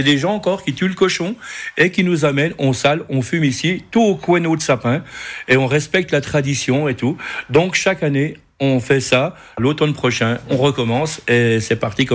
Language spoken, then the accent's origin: French; Bonnevaux, Bourgogne-Franche-Comté, France; Mon papa était paysan, on avait quelques vaches ici, les chevaux